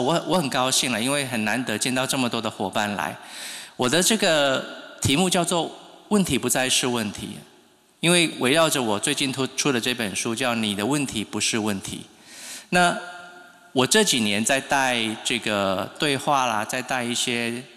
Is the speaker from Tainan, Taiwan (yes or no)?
no; Taichung, Taiwan; 我是台中人，我是台中太平人，以前太平那个快速道路还没有盖好以后很偏僻的